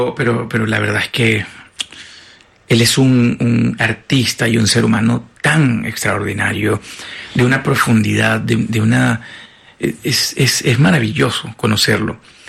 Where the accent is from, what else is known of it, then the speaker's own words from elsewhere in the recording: Venezuela; nosotros como venezolanos